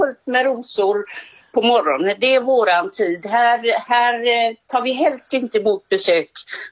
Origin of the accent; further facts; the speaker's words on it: Mölndal, Västra Götaland County, Sweden; born there; accent: Gothenburg dialect; now in Kall, Sweden; jag är ju född i Mölndal, men jag har ju bott här i 40 år.